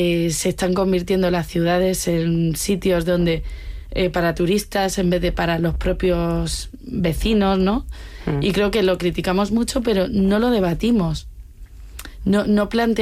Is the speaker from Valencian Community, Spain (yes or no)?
no; Andalusia, Spain; moved away as an adult; now in Madrid, Spain; yo soy madrileña de adopción, porque soy de Andalucía, me vine a estudiar aquí y he vivido muchos años en Lavapiés.